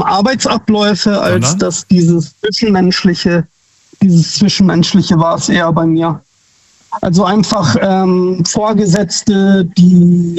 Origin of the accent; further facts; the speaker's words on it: Neuffen, Baden-Württemberg, Germany; ich komme aus Neuffen. Ich weiß nicht, ob das dir was sagt.